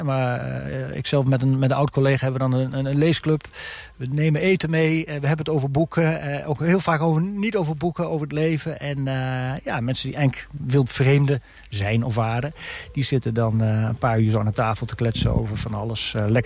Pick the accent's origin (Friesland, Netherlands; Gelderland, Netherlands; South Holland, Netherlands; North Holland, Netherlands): Gelderland, Netherlands; Ja, in de Achterhoeks, waar ik vandaan kom, dat heeft wel wat verwantschappen met het Deens, volgens mij.